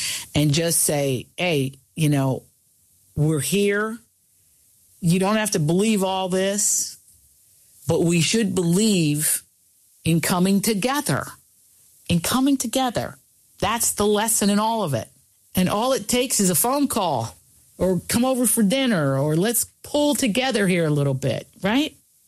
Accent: Appalachia, United States; I'm from Appalachia. Some of my best friends there have different politics from me.

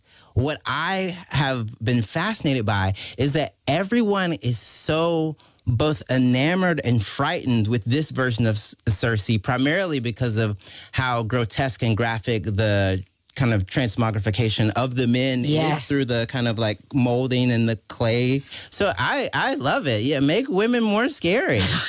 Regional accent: United States; I grew up in America during the age of, sad to bring it up, but school shootings.

